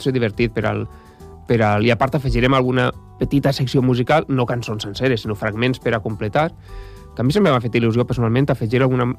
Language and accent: Catalan; Valencian Community, Spain; jo soc valencià, la gent ja ho sap